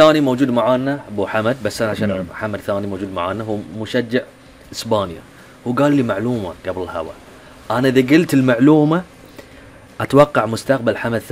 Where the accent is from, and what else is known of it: Bahrain